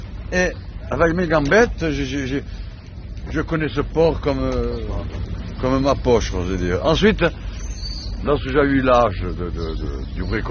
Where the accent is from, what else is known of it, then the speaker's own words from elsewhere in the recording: Marseille, Provence-Alpes-Côte d'Azur, France; born there; Non, moi je suis né à Marseille.